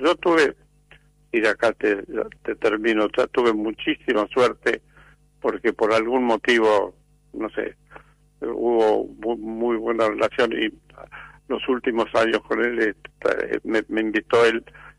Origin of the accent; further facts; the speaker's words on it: La Quiaca, Jujuy, Argentina; Bueno, digo, nací en La Quiaca, quiere que le diga, soy jujeño.